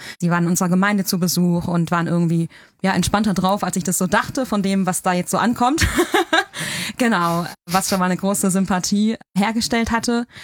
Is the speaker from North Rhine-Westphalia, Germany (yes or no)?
yes; North Rhine-Westphalia, Germany; born or raised there; also born or lived in Hesse